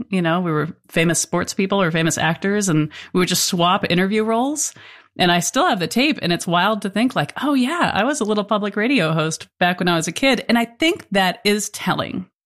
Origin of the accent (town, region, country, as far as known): Farmington, Connecticut, United States; born or raised there